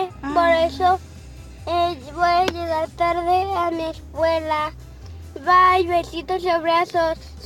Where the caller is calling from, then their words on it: Mexicali, Baja California, Mexico; de Mexicali